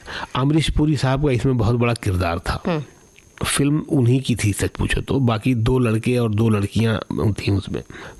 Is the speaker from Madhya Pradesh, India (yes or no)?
no; Surat, Gujarat, India; now in Mumbai, India; तो मैं सूरत से मुंबई आ गया 2001 फरवरी में